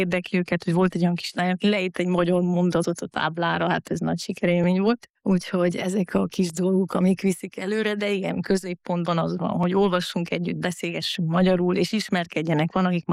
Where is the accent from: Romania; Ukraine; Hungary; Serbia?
Romania; Transylvania; now in Salzburg, Austria; én erdélyi vagyok eredetileg